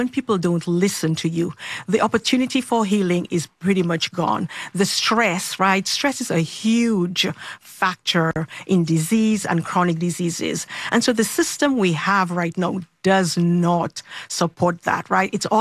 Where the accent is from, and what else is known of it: Dominica; born or raised there